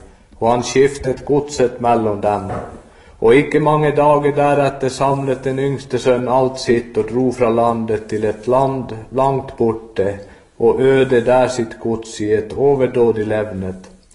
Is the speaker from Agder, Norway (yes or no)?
no; Alta, Finnmark, Norway; så kommer jeg fra Alta, fra den leste av de ankeverket.